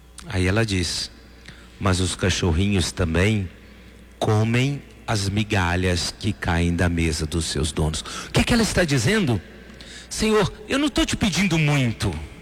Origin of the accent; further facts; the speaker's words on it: Minas Gerais, Brazil; sendo bem brasileiros e sendo bem mineiros